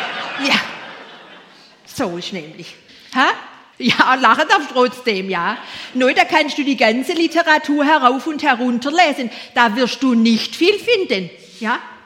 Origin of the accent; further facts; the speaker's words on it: Baden-Württemberg, Germany; Jetzt, bei uns im Schwabenland, da drauf tät ich schon gar wieder, da sind alle Mädchen schön.